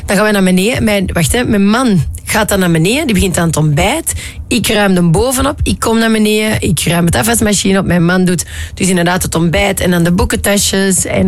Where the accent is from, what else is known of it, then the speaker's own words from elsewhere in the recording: Antwerp, Flanders, Belgium; accent: Antwerp; Een heel Antwerpse dochter.